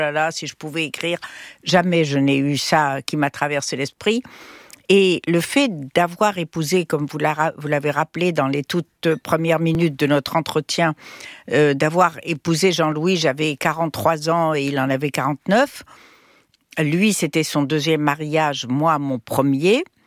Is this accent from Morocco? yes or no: yes; Morocco; moved away; en tant que bonne Marocaine